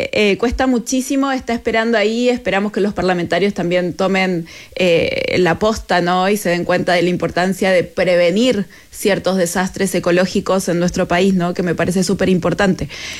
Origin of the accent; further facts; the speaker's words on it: Chile; que seamos inteligentes como chilenos